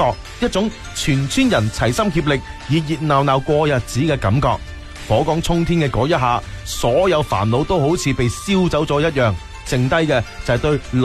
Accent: Foshan, Guangdong, China

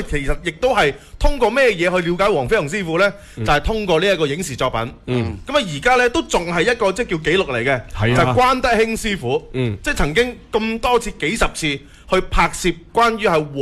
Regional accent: Foshan, Guangdong, China; 我哋自己佛山啊，我哋自己本地咧，

